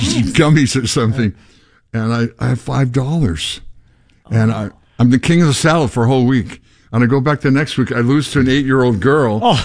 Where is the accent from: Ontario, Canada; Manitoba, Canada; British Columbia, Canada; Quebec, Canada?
Manitoba, Canada; Winnipeg; I was 3 years old. I grew up in Winnipeg, Manitoba.